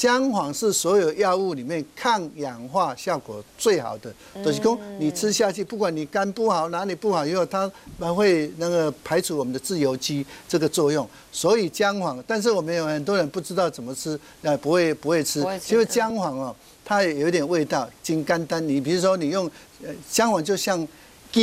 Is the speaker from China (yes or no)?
no; Taiwan; 我们台湾人